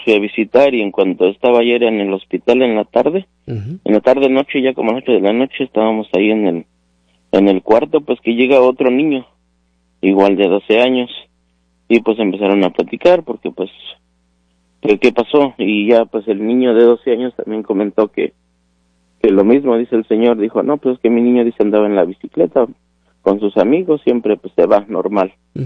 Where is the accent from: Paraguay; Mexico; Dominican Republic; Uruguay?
Mexico; Santa María la Alta, Puebla; Santa María la Alta.